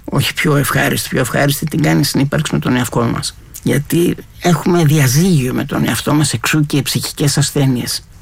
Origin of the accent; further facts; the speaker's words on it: Greece; first language Greek; είναι η γλώσσα μου, είναι η πατρίδα μου